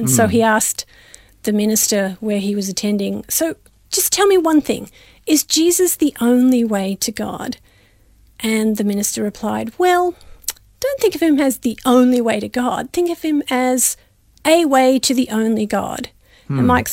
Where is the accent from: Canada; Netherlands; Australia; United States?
Australia; Victoria; born there; moved away as an adult; we'd been in very small schools in different places in Victoria.